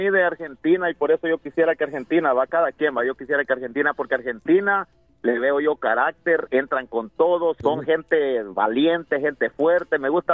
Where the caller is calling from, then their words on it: El Salvador; Del Salvador.